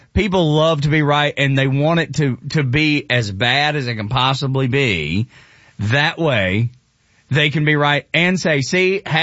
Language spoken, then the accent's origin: English; Georgia, United States; I was from Northwest Georgia.